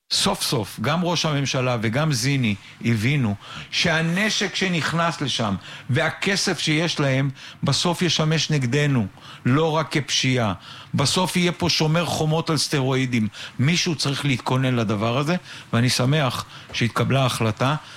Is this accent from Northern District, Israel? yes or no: no; Beersheba, Southern District, Israel; אני גדלתי בבאר שבע.